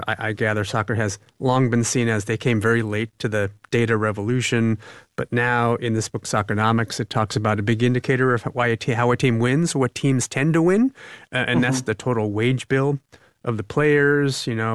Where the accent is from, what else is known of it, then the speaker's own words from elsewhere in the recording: Washington, District of Columbia, United States; my hometown Washington Capitals won the Stanley Cup back in 2018.